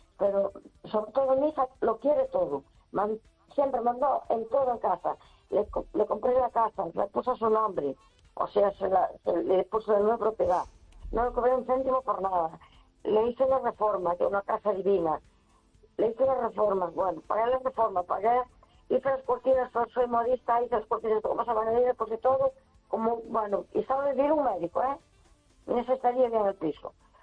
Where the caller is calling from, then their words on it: A Coruña, Galicia, Spain; de Coruña.